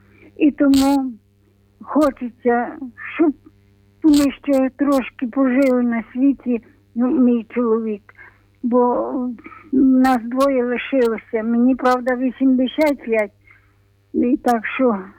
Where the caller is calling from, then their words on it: Drohobych, Lviv Oblast, Ukraine; Я сама з Дрогобича.